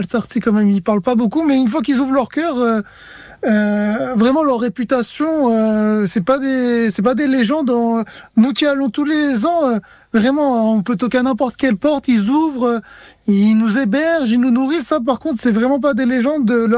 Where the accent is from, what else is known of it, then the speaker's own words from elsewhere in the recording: France; On dit, on vient de France, on fait un projet humanitaire, etc., etc.